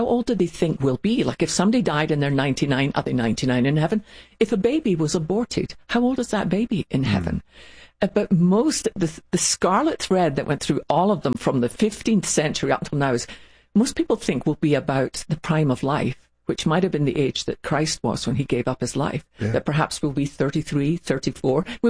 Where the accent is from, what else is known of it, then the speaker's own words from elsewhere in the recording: Scotland, United Kingdom; when I was growing up in Scotland at our little church